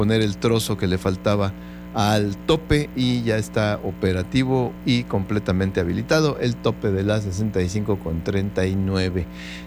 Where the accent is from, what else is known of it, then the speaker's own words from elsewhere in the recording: Mexico; cómo somos los mexicanos